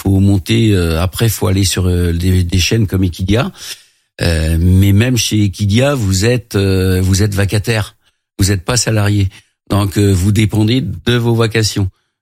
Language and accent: French; Renazé, Pays de la Loire, France; also born or lived in Craon; Parce que je suis Cran Renazé, je suis originaire de Renazé, je vivais à Cran, je jouais au foot à Cran